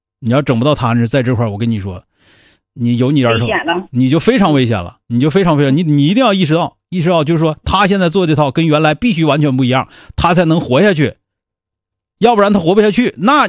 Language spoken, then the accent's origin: Chinese; Northeast China, China; 咱们东北足吃足喝，不受那气啊